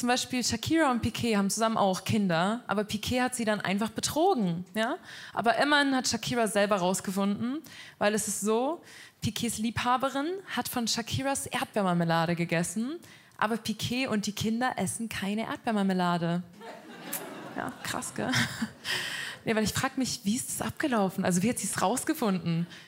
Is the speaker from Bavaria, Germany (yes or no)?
yes; Munich, Bavaria, Germany; ich komme aus München. Ich mag München sehr gerne, aber in München haben wir schon auch manchmal komische Menschen.